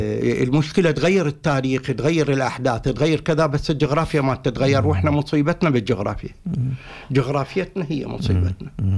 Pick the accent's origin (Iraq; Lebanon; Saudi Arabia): Iraq; لما أنا لما أقول أنا عراقي صابئي تختلف عن أنا صابئي عراقي، تختلف كل شهواي. من أبدي صابئيتي على عراقيتي انتهى بالنسبة إلي العراق